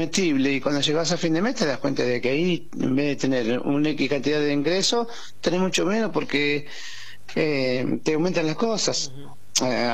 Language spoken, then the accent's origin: Spanish; Argentina; ojalá que como argentino este país salga adelante.